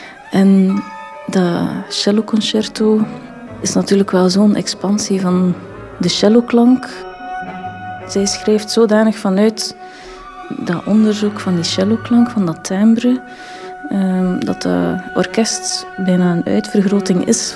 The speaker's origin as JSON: {"language": "Dutch", "country": "Belgium", "said": "Natuurlijk, als Belg kunnen we er bijna van uitgaan dat de zaal wel heel supportive is."}